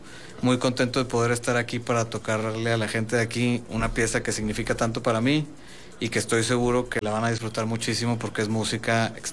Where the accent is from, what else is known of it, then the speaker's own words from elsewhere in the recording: Monterrey, Nuevo León, Mexico; Soy de Monterrey.